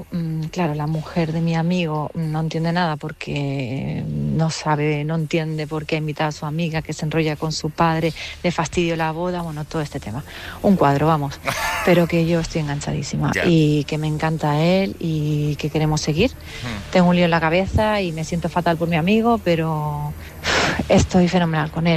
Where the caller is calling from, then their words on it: Madrid, Community of Madrid, Spain; soy de Madrid.